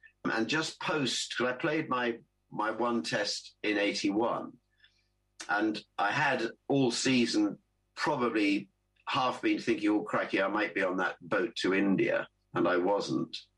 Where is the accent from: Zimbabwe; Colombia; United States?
Zimbabwe; Harare; born or raised there; moved away; also born or lived in Cambridge, England